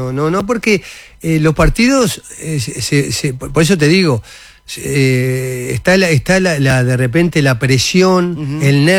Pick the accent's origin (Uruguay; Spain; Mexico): Uruguay; Yo soy uruguayo, claro.